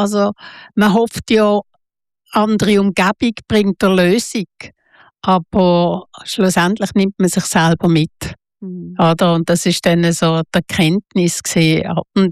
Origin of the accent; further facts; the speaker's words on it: Basel, Basel-Stadt, Switzerland; ich bin in Basel aufgewachsen, oder?